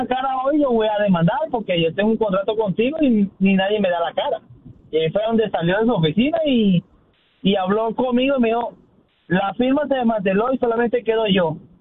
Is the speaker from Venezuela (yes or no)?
yes; Venezuela; Yo me casé con una ciudadana, soy venezolano.